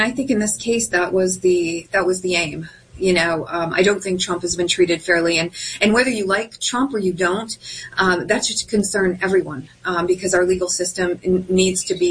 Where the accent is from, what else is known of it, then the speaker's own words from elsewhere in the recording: United States; It's deeply concerning as an American to watch this happen.